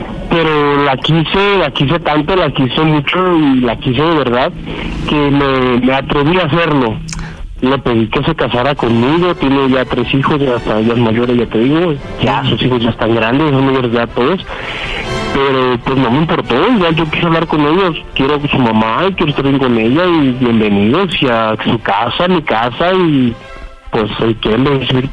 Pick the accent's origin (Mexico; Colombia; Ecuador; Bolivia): Mexico; Guerrero; now in Guadalajara, Mexico; Tengo 27, estoy en Guadalajara, soy de Guerrero.